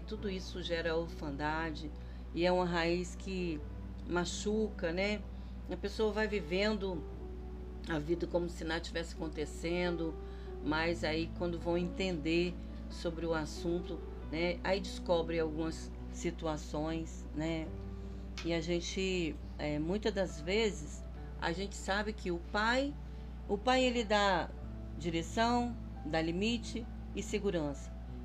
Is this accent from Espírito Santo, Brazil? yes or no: yes; Espírito Santo, Brazil; moved away as an adult; now in Bahia, Brazil; eu sou do Espírito Santo, né? Vim para cá tem uns 3 anos mais ou menos.